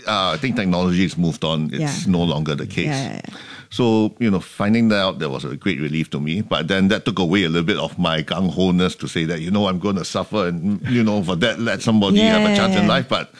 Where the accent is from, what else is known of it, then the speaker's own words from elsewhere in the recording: Singapore; I'm a Singaporean